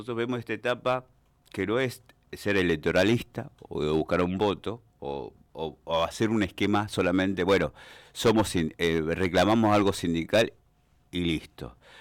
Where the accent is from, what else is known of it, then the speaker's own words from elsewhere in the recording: Santa Cruz, Argentina; nosotros en Santa Cruz somos la provincia patagónica